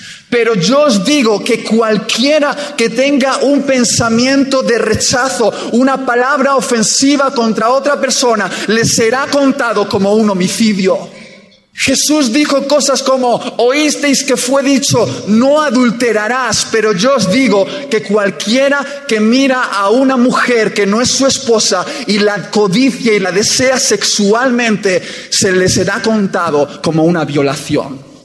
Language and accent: Spanish; Basque Country, Spain; Sabéis que soy vasco